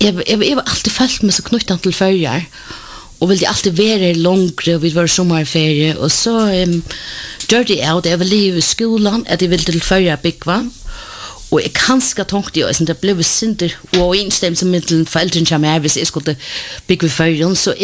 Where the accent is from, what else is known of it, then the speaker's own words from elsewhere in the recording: Denmark; Jeg først for eldre, oppvaksen i Danmark